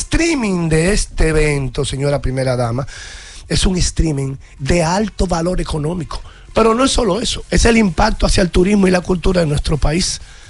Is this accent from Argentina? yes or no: no; Dominican Republic